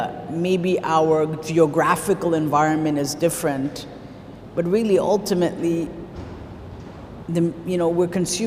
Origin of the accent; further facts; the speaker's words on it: Toronto, Ontario, Canada; moved away; And I was brought up in the West. I mean, brought up in Toronto. I'm a native of Toronto, brought up there.